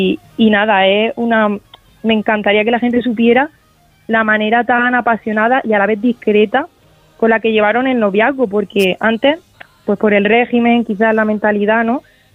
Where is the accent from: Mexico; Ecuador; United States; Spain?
Spain; Region of Murcia; porque nosotros somos de Murcia